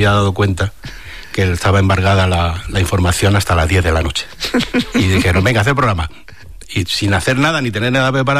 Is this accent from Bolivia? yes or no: no; Madrid, Community of Madrid, Spain; Yo soy de Madrid.